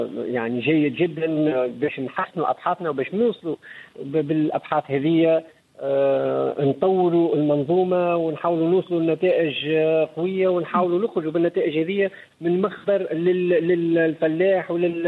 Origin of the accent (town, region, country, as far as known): Tunisia